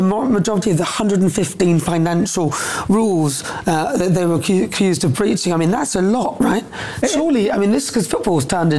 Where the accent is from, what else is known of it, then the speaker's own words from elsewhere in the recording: Newcastle upon Tyne, North East England, United Kingdom; I'm from Newcastle, actually.